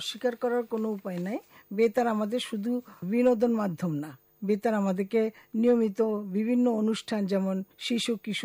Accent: Chittagong, Chittagong Division, Bangladesh; moved away as an adult; also born or lived in Feni; now in Dhaka, Bangladesh; দেশের বাড়ি আমার ফেনী, কিন্তু আমি জন্ম থেকে বড় হয়েছি চিটং।

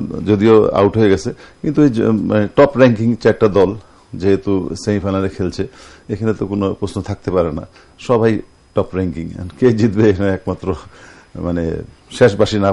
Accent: Sylhet, Sylhet Division, Bangladesh; আমার বাড়ি সিলেট

